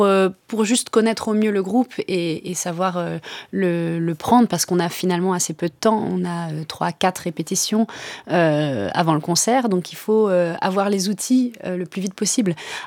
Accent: France

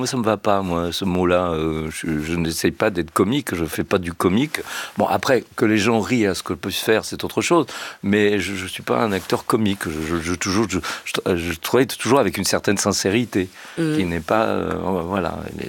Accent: Le Havre, Normandy, France; accent: Le Havre; Je prends un plutôt l'accent havrais. Moi je suis du Havre

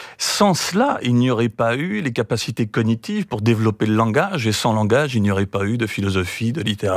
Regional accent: Strasbourg, Grand Est, France; je viens de Strasbourg

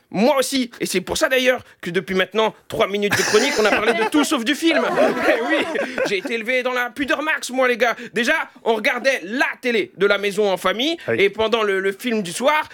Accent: Algeria; Moi, je suis algérien.

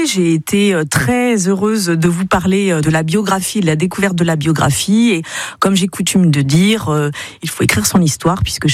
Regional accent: Parigné-l'Évêque, Pays de la Loire, France; born or raised there; also born or lived in Le Mans

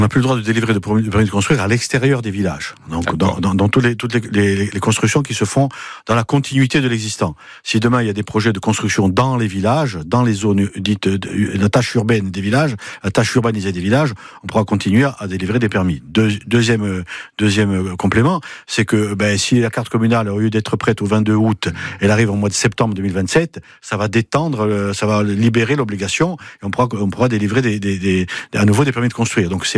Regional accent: Corsica, France; chez nous en Haute-Corse

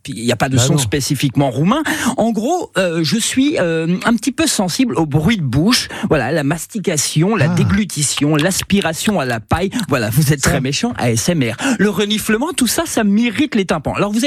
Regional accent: Corsica, France; Alors comme je suis corse, le côté insulaire, ça me va bien.

